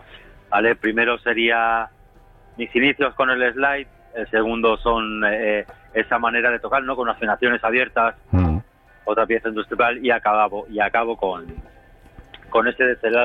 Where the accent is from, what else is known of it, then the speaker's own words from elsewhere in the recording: Barcelona, Catalonia, Spain; Donde yo crecí, que era un pueblo del Delta Llobregat, también en su manera, ¿no? Y su tradición y sus costumbres, pero también era como muy pura, muy de payeses